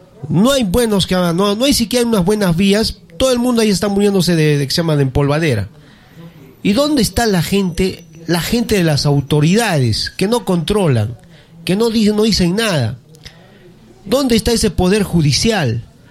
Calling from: Cerro Colorado, Arequipa, Peru; Yo soy de Cerro Colorado

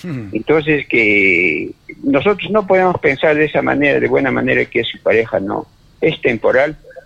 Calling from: Peru

